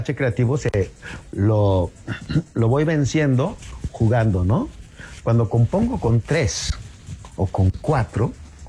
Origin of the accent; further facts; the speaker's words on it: Torreón, Coahuila, Mexico; moved away as an adult; now in Mexico City, Mexico; Cuando llegué de Torreón. Yo soy de Torreón, llegué sin conocer a nadie